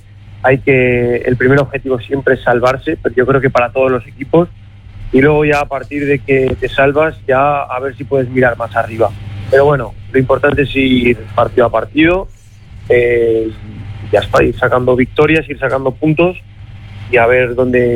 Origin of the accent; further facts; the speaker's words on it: Zaragoza, Aragon, Spain; yo desde pequeño pues he seguido al Zaragoza, soy de Zaragoza